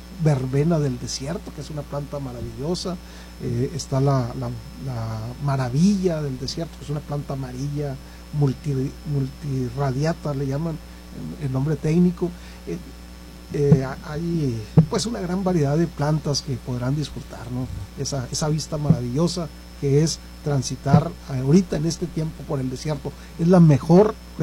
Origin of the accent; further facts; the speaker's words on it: Samalayuca, Chihuahua, Mexico; also born or lived in Ciudad Juárez; yo tengo 60 años y ya soy originario y nací ahí, ¿no? Bueno, nací en Juárez, pero porque no había hospital en Samalayuca, pero crecí en el seno de una familia en Samalayuca, ¿no? Y luego mi papá también y mi abuelo también y hacia atrás, ¿no? Entonces, somos originarios de Samalayuca de toda la vida.